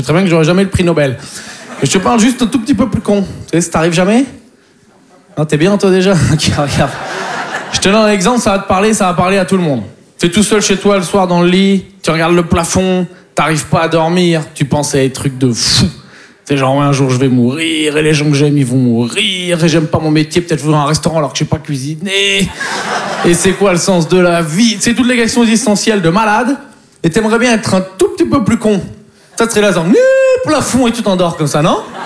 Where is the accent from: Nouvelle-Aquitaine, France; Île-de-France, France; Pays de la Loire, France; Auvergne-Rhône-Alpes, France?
Nouvelle-Aquitaine, France; Poitiers; Mais bon, en plus, je viens de Poitiers, donc il faut s'occuper. Hein. Tu peux pas aller au Futuroscope 5 fois par semaine, quoi.